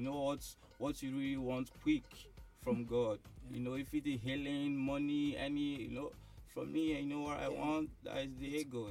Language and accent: English; Imo, Nigeria; I'm from Imo State. So I'm from Imo State, Idato local government.